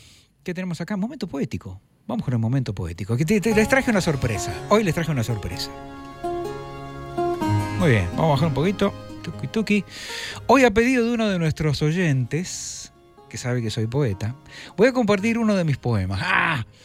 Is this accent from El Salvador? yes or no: no; Argentina; Encima que soy argentino, se me suma y yo...